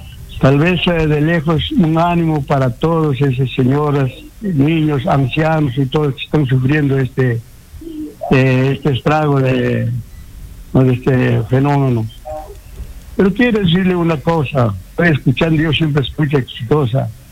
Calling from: Monzón, Huánuco, Peru; Estoy llamando desde Monzón, distrito de Monzón, Guamalí, Hispano.

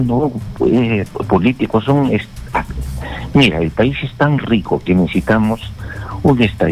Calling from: Peru; Qué pena realmente en mi país.

